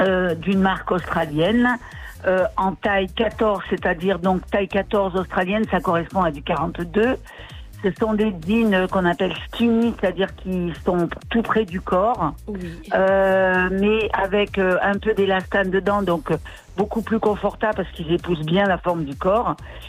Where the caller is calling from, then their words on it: Bourail, South Province, New Caledonia; Moi, je suis sur Bourail